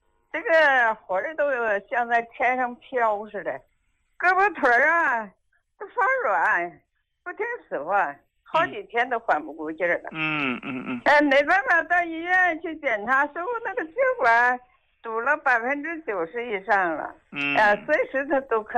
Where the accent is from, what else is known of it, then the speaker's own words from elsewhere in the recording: Shenyang, Liaoning, China; 我是沈阳的患者。